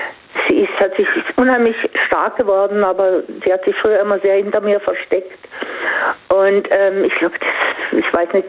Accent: Singen, Baden-Württemberg, Germany; Ich komme ja aus Singen und Die machen das schon eine ganze Weile in Klassentreffen.

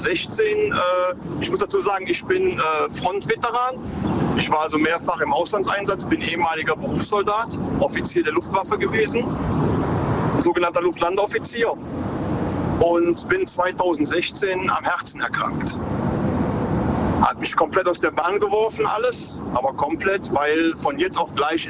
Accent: Cologne, North Rhine-Westphalia, Germany; Ich bin Kölner und bin gerade auf der A61 unterwegs.

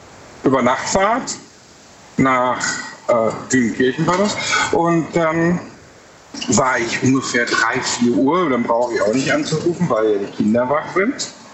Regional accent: Recklinghausen, North Rhine-Westphalia, Germany; ich komme aus Nordrhein-Westfalen.

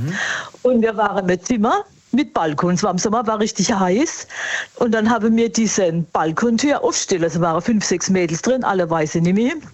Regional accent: Bad Schönborn, Baden-Württemberg, Germany; Aus Bad Schönborn.

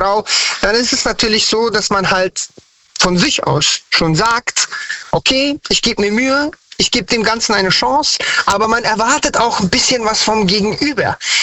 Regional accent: Hanau, Hesse, Germany; Also eigentlich komme ich von ganz woanders her, aber ich bin in Hessen, Hanau, Hessen-Frankfurt aufgewachsen und bin dann nach Hanau gezogen.

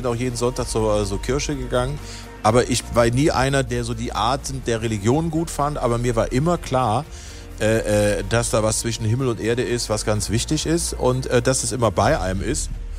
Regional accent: Aachen, North Rhine-Westphalia, Germany; ich komme aus Aachen, ich bin römisch-katholisch erzogen worden.

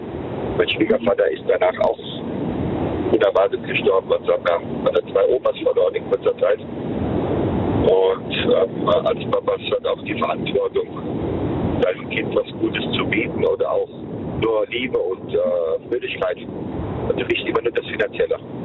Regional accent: Worms, Rhineland-Palatinate, Germany; born there

